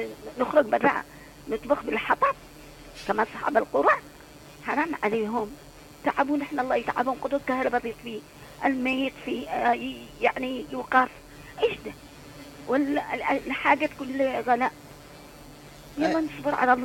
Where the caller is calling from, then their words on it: Aden, Yemen; لانه مرض وباء عندنا في عدن.